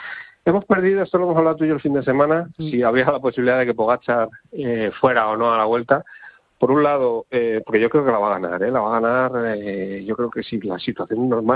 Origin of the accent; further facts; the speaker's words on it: Segovia, Castile and León, Spain; es de mi tierra, de Segovia